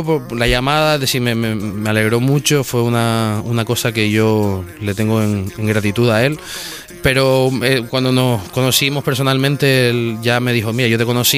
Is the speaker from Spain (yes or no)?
yes; Canary Islands, Spain; vivimos en la periferia, al final formamos parte de África geográficamente, por estado formamos parte de España, no sé si por suerte o por desgracia, pero bueno, formamos parte de España, y al final siempre es complicado vivir en periferia